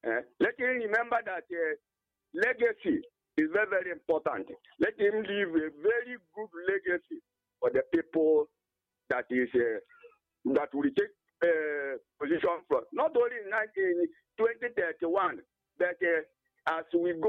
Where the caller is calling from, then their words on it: Delta, Nigeria; I'm calling from Isoko Man on the local government radio frequency.